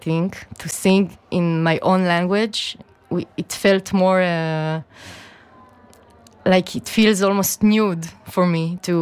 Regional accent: Ramat Gan, Tel Aviv District, Israel; English is a second language; We're from like Tel Aviv, but I am from Ramat Gan, which is like it's basically

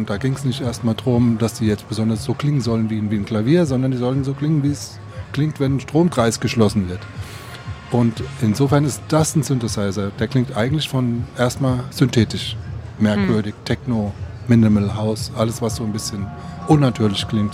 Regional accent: Frankfurt, Hesse, Germany; Ich bin ja aus Frankfurt

